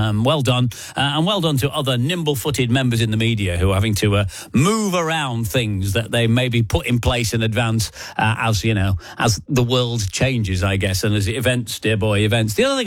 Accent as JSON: {"language": "English", "town": "Manchester", "region": "North West England", "country": "United Kingdom", "said": "and it's not very far away, and I'm a Mancunian."}